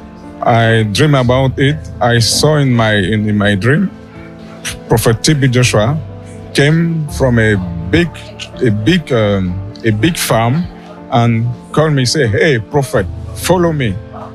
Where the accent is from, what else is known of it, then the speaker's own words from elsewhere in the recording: Cameroon; now in France; I'm coming from France, originally from Cameroon.